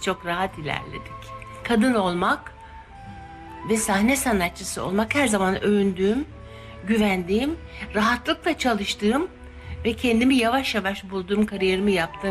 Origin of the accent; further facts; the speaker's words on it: Izmir, İzmir, Turkey; Karşıyaka'nın en güzel kadınıydı annem. İzmirliyiz ya.